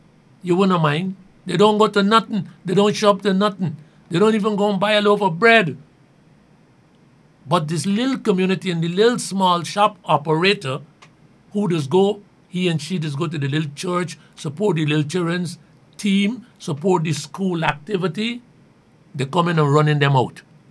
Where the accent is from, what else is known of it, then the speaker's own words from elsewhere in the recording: Georgetown, Demerara-Mahaica, Guyana; I grew up in Kitty.